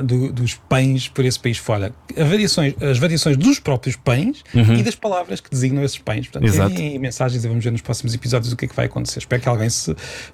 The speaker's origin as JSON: {"language": "Portuguese", "town": "Peniche", "region": "Leiria", "country": "Portugal", "tie": "born or raised there", "said": "Eu posso dizer que em Peniche, quando eu era mais novo e estava a viver em Peniche, eu ouvia falar muitas vezes do papo seco."}